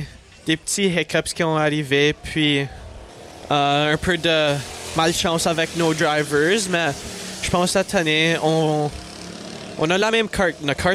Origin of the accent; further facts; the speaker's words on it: La Broquerie, Manitoba, Canada; Moi, je viens de Labrecrie, Manitoba.